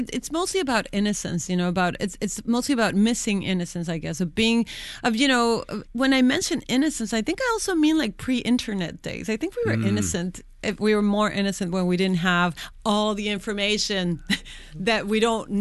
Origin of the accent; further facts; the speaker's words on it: Tijuana, Baja California, Mexico; But then I grew up there.